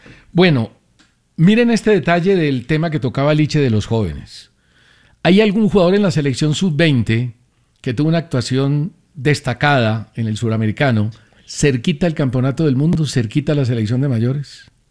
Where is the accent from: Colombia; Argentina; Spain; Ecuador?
Colombia